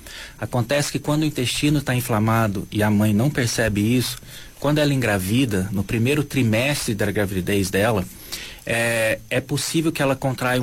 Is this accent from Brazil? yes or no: yes; Três Corações, Minas Gerais, Brazil; born there; Então, é uma honra poder voltar depois de tantos anos, já tem 10 anos que eu não pisava nessa terra aqui